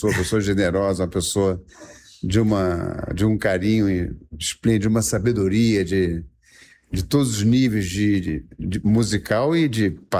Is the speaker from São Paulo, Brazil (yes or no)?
no; Rio de Janeiro, Brazil; Sou carioca e comecei a trabalhar 50 anos atrás.